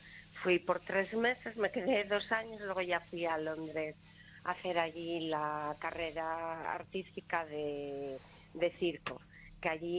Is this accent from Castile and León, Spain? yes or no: yes; Valladolid, Castile and León, Spain; moved away as an adult; also born or lived in Madrid / London; soy de Valladolid. En Valladolid había una asociación de malabaristas y bueno, empecé por ahí, tendría 14, 15 años y luego ya fui a Madrid en el 99 a estudiar.